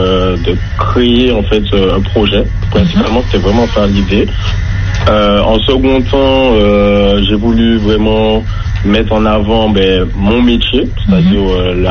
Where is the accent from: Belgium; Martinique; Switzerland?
Martinique; Sainte-Luce; j'ai 26 ans, je suis de Sainte-Luce.